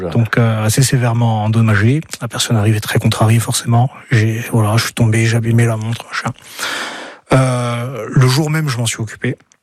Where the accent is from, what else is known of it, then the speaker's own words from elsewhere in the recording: Corsica, France; l'atelier boutique que j'ai dans le village, donc dans Piazza di Avetiasco, là, où j'allais quand j'étais petit en CP d'ailleurs.